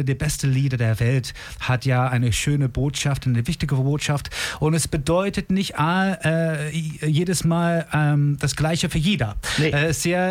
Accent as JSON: {"language": "German", "region": "England", "country": "United Kingdom", "second_language": "German", "moved": "as an adult", "lives_now": "Germany", "said": "ich komme ursprünglich aus England, lebe aber seit 2006 in Deutschland."}